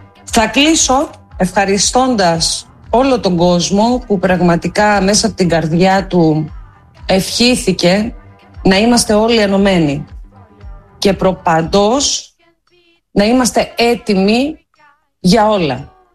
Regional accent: Greece; σαν μια Ελληνίδα μάνα

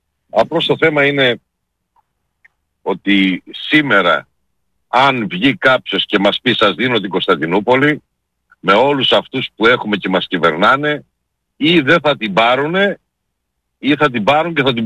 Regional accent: Greece; Για την πατρίδα μου, για την Ελλάδα, θα πολεμήσω, αλλά σε συνδυασμό και για την οικογένειά μου.

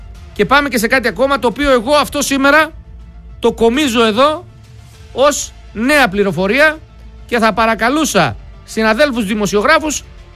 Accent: Northern Greece, Greece; Δεν ξέρω κιόλας … είμαι από το Βορρά.

